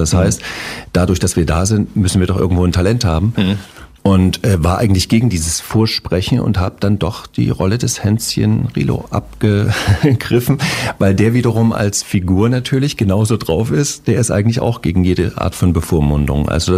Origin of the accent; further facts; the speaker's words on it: Zwickau, Saxony, Germany; also born or lived in Dresden; Also in Dresden geboren und in Zwickau groß geworden